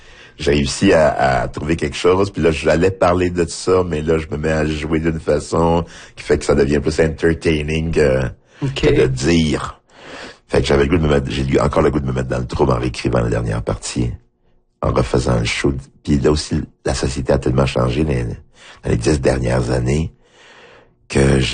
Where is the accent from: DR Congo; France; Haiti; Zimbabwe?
Haiti